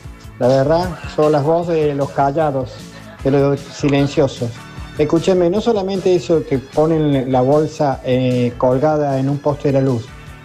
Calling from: Córdoba, Argentina; Soy de acá, de Barrio Aragón o Barrio San Jorge.

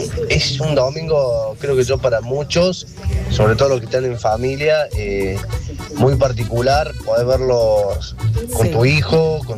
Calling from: Alto Alberti, Buenos Aires, Argentina; soy acá de Alto Alberti.

